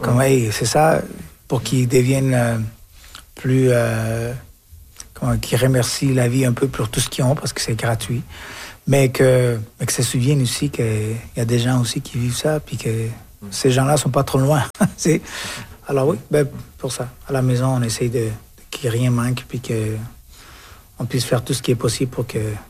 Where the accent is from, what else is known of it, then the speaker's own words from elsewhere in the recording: Colombia; also born or lived in Quebec, Canada; now in Alberta, Canada; je viens de la Colombie, mais j'habitais au Québec, alors je viens du Québec aussi. Puis quand je vais ailleurs, je viens de la Colombie, j'ai passé par le Québec, mais je viens de l'Alberta.